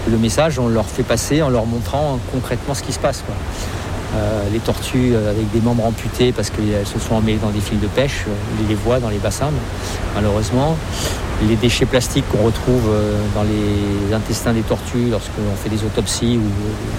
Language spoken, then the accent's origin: French; Madagascar; born there; moved away; also born or lived in Réunion; Moi, je suis né à Madagascar.